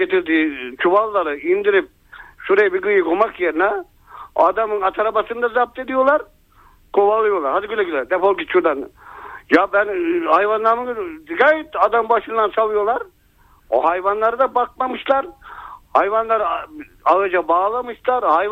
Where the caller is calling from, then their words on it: Kütahya, Turkey; ben Kütahya'dan arıyorum